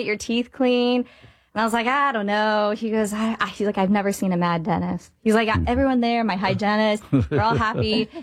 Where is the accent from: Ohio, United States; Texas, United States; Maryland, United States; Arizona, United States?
Arizona, United States; now in Alabama, United States; So growing up in Arizona, my husband and I, both being military, we got to experience different locations, living in different places.